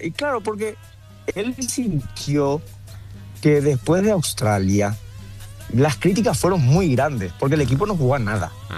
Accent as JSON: {"language": "Spanish", "country": "Paraguay", "said": "nosotros como paraguayos estamos acostumbrados luego a pasar de ronda en los mundiales."}